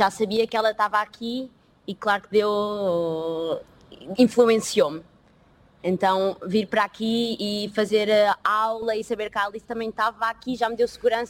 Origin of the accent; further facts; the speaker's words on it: Portugal; also born or lived in Antwerp, Belgium; now in France; Sim, mas eu saí de Portugal e fui primeiro para a Bélgica, para a Antuérpia.